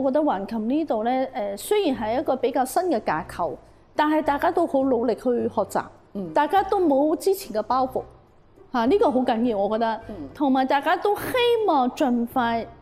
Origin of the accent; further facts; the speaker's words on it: Macau; moved away; 身為澳門人